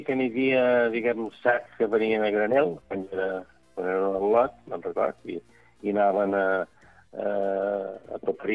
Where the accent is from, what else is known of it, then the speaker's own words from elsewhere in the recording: Santa Eulària des Riu, Balearic Islands, Spain; som de Santa Eulària, no som de Sant